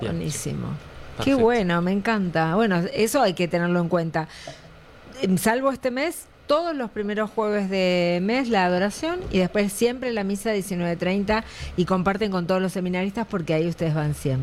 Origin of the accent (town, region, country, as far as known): Buenos Aires, Argentina